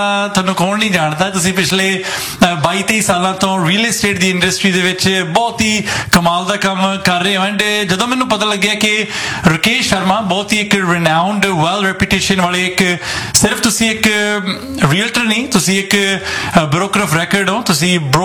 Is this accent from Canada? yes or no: yes; Brampton, Ontario, Canada; ਮੈਂ ਵੀ ਇੱਥੇ ਪੜ੍ਹਿਆ ਲਿਖਿਆ, ਸਾਰੀ ਉਮਰ ਇੱਥੇ ਰਹੇ, ਇੱਥੋਂ ਦੇ ਜੰਮਪਲ ਹਾਂ